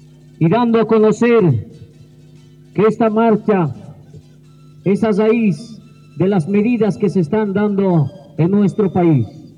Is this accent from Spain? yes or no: no; Bolivia; vamos a pedir a la banda que nos acompañe, bolivianos, y como bolivianos hoy venimos a mostrar nuestra molestia porque no estamos siendo escuchados.